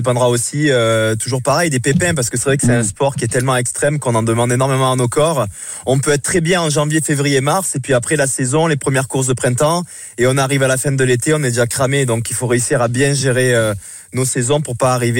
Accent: Cavaillon, Provence-Alpes-Côte d'Azur, France; Ouais, je suis né à Cavaillon, ouais, voilà. J'ai grandi à Cavaillon.

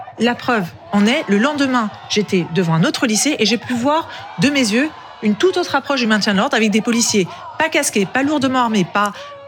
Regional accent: Saint-Ouen-l'Aumône, Île-de-France, France; Moi, je suis de Saint-Ouen-l'Aumône. C'est la ville où j'ai grandi depuis l'âge de mes 4 ans, où j'habite encore, où je suis conseillère municipale.

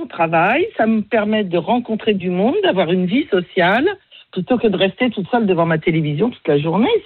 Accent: Reims, Grand Est, France; now in Paris region, France; Moi, je suis née à Reims.

